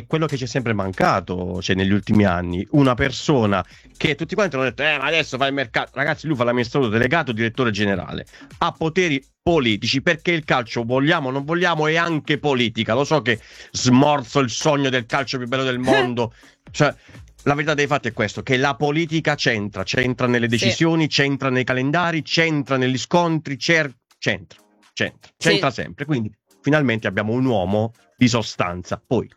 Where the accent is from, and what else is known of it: Southern Italy, Italy